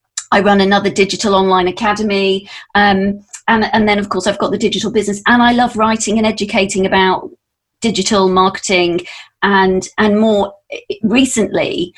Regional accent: North West England, United Kingdom; moved away as an adult; now in London, United Kingdom; And I came from Lancashire to London to work for Saatchi's back in the early 90s, actually.

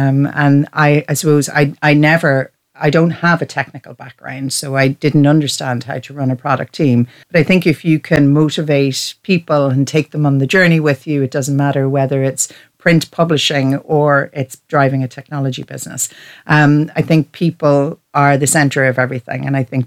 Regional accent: Ireland; And I'm obviously at from the Republic, as is Sinead.

